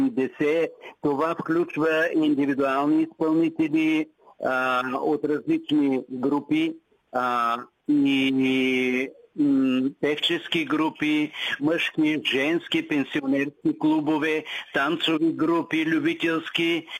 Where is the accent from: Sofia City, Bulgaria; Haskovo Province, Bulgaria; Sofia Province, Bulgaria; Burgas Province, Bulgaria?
Haskovo Province, Bulgaria; Mustrak; моето родно място и нашия прекрасен южен край